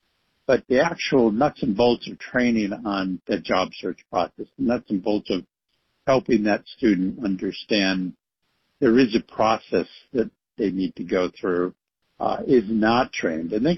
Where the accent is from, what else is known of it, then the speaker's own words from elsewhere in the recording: Akron, Ohio, United States; In my hometown, LeBron James in Akron, Ohio